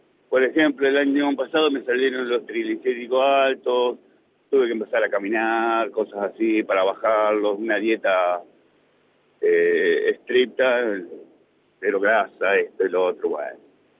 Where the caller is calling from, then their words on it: 25 de Mayo, Buenos Aires Province, Argentina; De 25 de mayo, ahora justamente estoy yendo para Navarro.